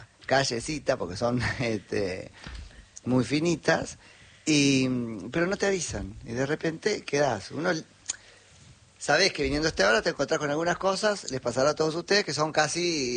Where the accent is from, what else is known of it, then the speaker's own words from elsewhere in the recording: San Andrés de Giles, Buenos Aires Province, Argentina; moved away; yo me acuerdo cuando era chiquito en San Andrés de Giles